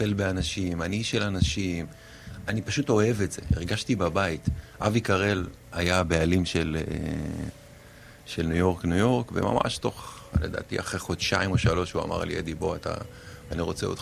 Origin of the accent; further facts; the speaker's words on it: Dimona, Southern District, Israel; moved away as an adult; now in Eilat, Israel; אני נולדתי בדימונה, גדלתי בדימונה